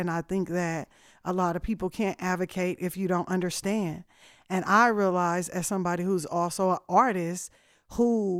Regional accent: Oakland, California, United States; now in Austin, United States; I'm from Oakland

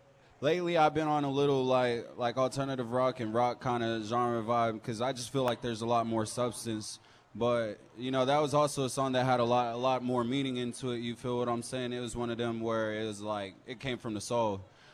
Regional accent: Brownwood, Texas, United States; also born or lived in Fort Worth / Midland; I was born in Fort Worth, but I grew up in a town called Brownwood. It's a shout out 325. But I came over here from West Texas, from Midland, Odessa.

